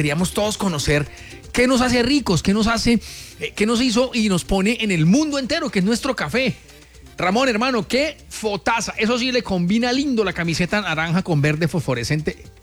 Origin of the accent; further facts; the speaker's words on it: Tolima, Colombia; Yo no soy de acá, yo soy del Tolima. Pero ustedes saben que yo, y siempre se los digo, amo el Quindío.